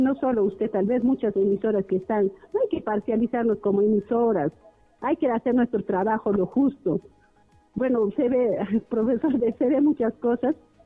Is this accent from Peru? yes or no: yes; Tambobamba, Apurímac, Peru; mientras sea cotabambina, esté en Tambobamba, en mi tierra, en Cotabamba